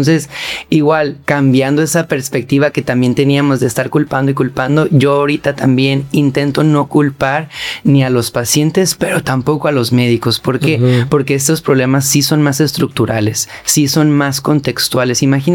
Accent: Mexico

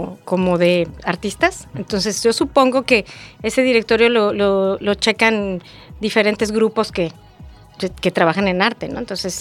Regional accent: Mexico; Porque nosotros venimos de México y mi papá siempre fue muy aventurero y hacía cosas así.

